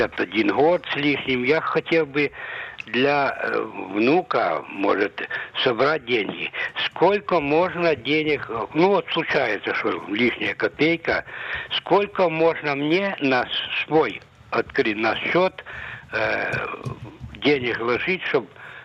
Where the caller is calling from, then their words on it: Dimona, Southern District, Israel; из Димоны.